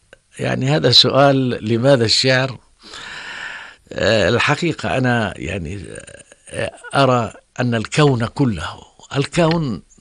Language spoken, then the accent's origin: Arabic; Jordan; also born or lived in Saudi Arabia; عندنا في الأردن